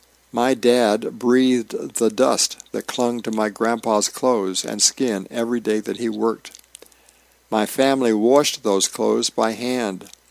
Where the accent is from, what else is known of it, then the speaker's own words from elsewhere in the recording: United States; In my hometown, the tribal election is impossible to miss. It's right at the chapter house, with food tents and community energy.